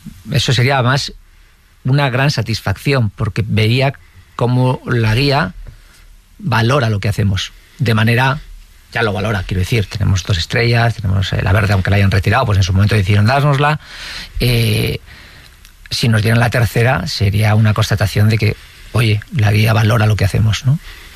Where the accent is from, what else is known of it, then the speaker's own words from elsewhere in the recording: Basque Country, Spain; me paso con el coche por la casa donde yo nací. No nací en la casa, entiéndeme, pero donde viví toda mi infancia. Uh-huh. Hasta que me marché de casa, que está en un barrio obrero, en Zaramaga